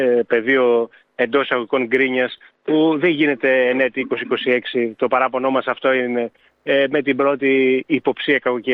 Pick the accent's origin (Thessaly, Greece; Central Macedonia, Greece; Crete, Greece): Thessaly, Greece; Argithea; born there; moved away; also born or lived in Athens; ακόμα και εγώ ίδιος άφησα την Αθήνα προκειμένου να έρθω στην γενέθλια έτσι, γη, στην ιδιαίτερη πατρίδα, στην Αργυθέα